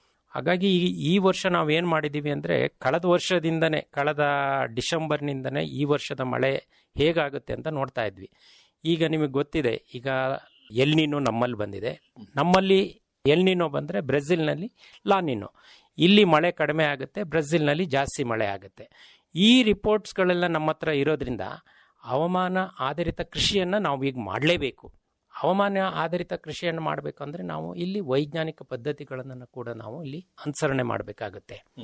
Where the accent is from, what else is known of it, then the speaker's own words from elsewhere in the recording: Kanahalli, Karnataka, India; ನಮಗೆ ಇಲ್ಲಿ ಬೇಲೂರು ತಾಲೂಕು ಅರಳಿ ಹೋಬಳಿ ಕಾನಹಳ್ಳಿನಲ್ಲಿ ನಮ್ಮ ಊರು.